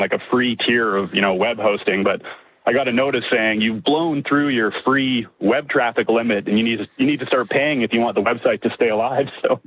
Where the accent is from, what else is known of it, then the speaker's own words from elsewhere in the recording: Winnipeg, Manitoba, Canada; now in Calgary, Canada; I was born and raised in Winnipeg. I live in Calgary now, but I've followed the Jets ever since